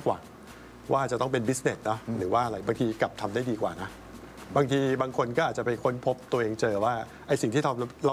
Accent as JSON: {"language": "Thai", "region": "Bangkok", "country": "Thailand", "tie": "born or raised there", "said": "เราเป็นคนที่เกิดและโตที่นี่เป็นคนพื้นที่เนาะ"}